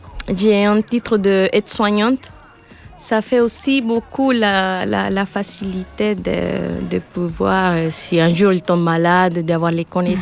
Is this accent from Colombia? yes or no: yes; Cali, Valle del Cauca, Colombia; moved away; Cali. Cali, pour moi, c'est ma joie. C'est mes racines.